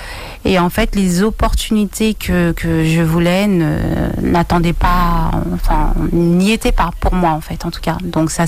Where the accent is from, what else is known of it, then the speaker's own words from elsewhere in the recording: French Guiana; Chez moi, je suis Guyanaise, je suis née ici. C'est vrai que je suis partie 33 ans.